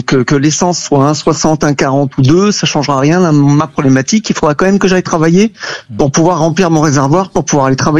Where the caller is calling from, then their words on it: Huesca, Aragon, Spain; Je suis parti de Toulouse samedi dernier. Je vous appelle de Huesca en Espagne.